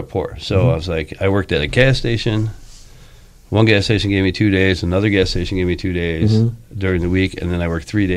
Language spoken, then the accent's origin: English; Chicago, Illinois, United States; I grew up poor on the northwest side of Chicago.